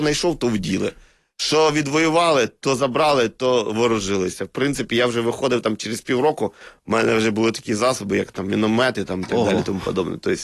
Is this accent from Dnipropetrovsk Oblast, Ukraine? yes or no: no; Luhansk Oblast, Ukraine; хто може знати про Луганську землю, як не ми, місцеві, які прийшли з Луганської землі.